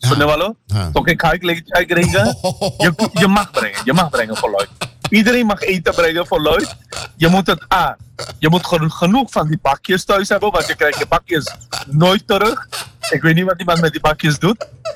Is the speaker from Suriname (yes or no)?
yes; Suriname; Nee, maar luister, ik ben in Suriname opgegroeid.